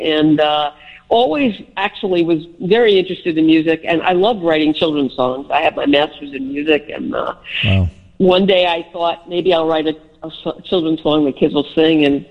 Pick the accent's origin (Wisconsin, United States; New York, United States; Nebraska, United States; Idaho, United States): New York, United States; Bronx; accent: Bronx; Can you tell that I have a Bronx accent?